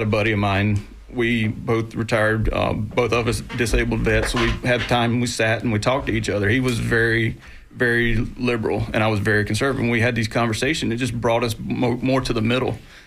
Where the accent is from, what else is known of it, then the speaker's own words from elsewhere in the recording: Wiggum, Georgia, United States; now in Florida, United States; I grew up in South Georgia, about 30 minutes north of Tallahassee.